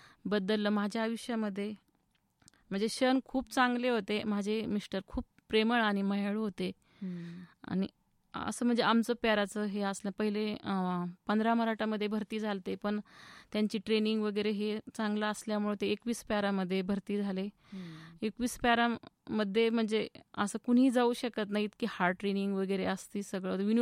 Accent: Chambudi, Maharashtra, India; also born or lived in Sarola Adwai / Parner / Pravaranagar; श्रीगोंदा तालुक्यात चांबुडी हे गाव आहे. माझं बालपण माझ्या आईच्या तिकडेच गेल्यानंतर मी मोठी झाल्यानंतर

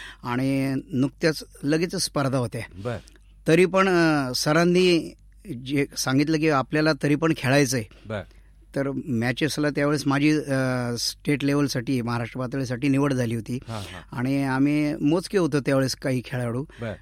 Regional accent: Ahmednagar, Maharashtra, India; मी पहिल्यापासून नगरमध्येच, नगरचाच रहिवासी आहे.

